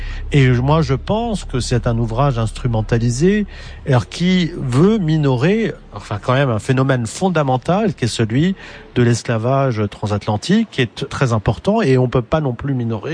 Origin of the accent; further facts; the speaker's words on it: France; Moi-même, en tant que Tunisien qui est né en France, qui a vécu en France